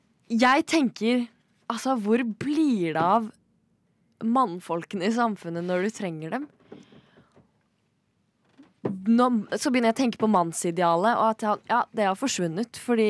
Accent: Kongsberg, Buskerud, Norway; moved away; Jeg er i min hjemby K-Town, a.k.a. Kongsberg

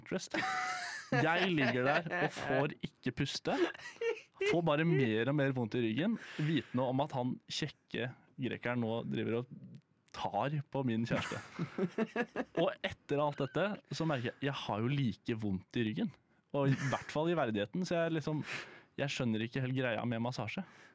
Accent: Buskerud, Norway; now in Oslo, Norway; Han hadde alt som jeg har sett på når jeg flyttet til Oslo fra Hallingdal.

